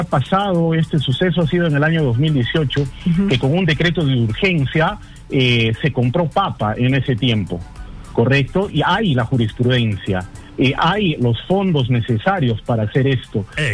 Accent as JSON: {"language": "Spanish", "country": "Peru", "said": "Somos peruanos"}